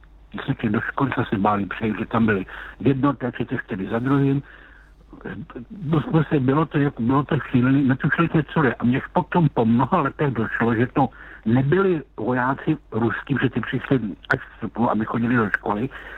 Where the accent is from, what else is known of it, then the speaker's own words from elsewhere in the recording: Lysá nad Labem, Central Bohemian Region, Czechia; Já jsem z Lise nad Labem. A kdo ví, tak kousek od Lise nad Labem je svou Milovice